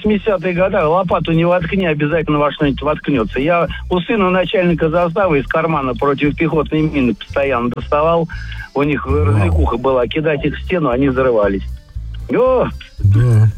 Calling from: Moscow, Russia; Я звоню из Москвы.

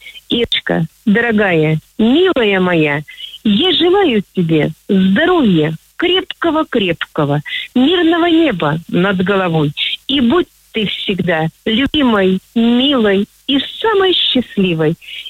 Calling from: Kursk, Kursk Oblast, Russia; из Курска.

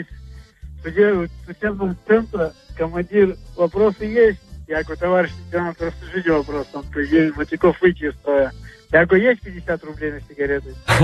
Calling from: Kirov, Kirov Oblast, Russia; Из Кирова.

